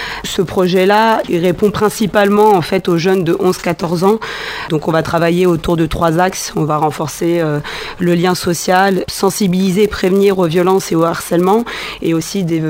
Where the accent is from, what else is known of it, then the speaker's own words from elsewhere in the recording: Beaumont-sur-Oise, Île-de-France, France; je suis originaire de Beaumont.